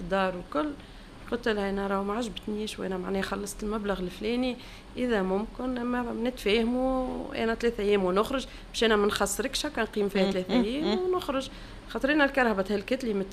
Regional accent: Tunisia; moved away as an adult; now in Germany; خاطر انا صغاري ديما نحكي معاهم تونسي فيعرفوا تونسي، ديما يجوا لتونس فيعرفوا تونسي،

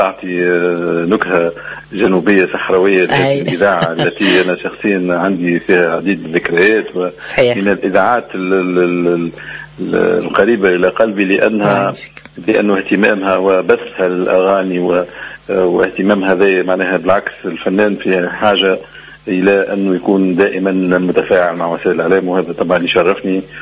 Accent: Tunis, Tunis Governorate, Tunisia; أنا ولدت في الجنوب، لكن شاءت الأقدار نجي عمري تقريبا 5 سنوات في تونس العاصمة، وقريت في تونس العاصمة، قريت في مدرسة ناجي عبد الرزاق الشرايبي

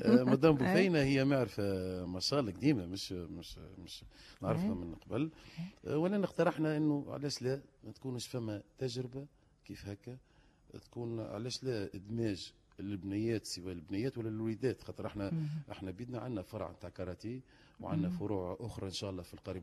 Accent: Gafsa Governorate, Tunisia; بنات من قفصة، بنات بلادي

